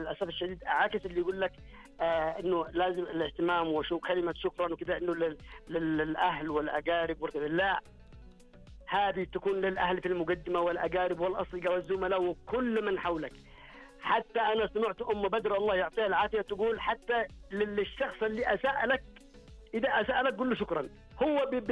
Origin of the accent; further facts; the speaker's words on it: Yemen; now in Abha, Saudi Arabia; أنا أكلمك من أبها، طبعا أخوك يمني